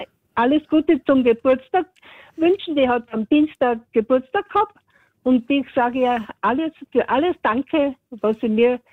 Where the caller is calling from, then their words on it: Predlitz, Styria, Austria; Von Prellitz.